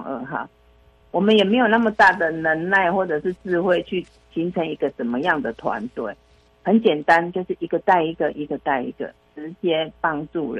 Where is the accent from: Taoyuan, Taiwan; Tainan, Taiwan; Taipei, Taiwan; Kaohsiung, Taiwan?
Kaohsiung, Taiwan; 我是来自高雄的